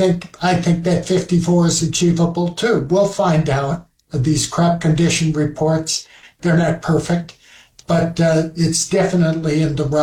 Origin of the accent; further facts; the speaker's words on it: Minnesota, United States; You look at my home state of Minnesota, Michelle